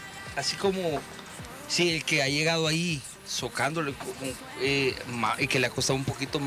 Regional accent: El Salvador; nosotros como salvadoreños

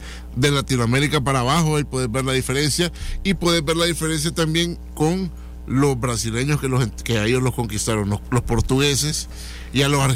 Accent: El Salvador; Es que seríamos salvadoreños

